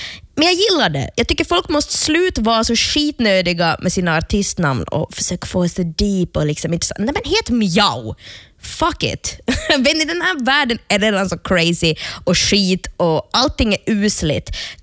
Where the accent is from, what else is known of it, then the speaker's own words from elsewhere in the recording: Jakobstad, Ostrobothnia, Finland; Jag tror att det finns en connection i och med att hon just är från Umeå och jag är från Jeppis. Men det är liksom här nära till. Det är ju faktiskt rakt över vattnet.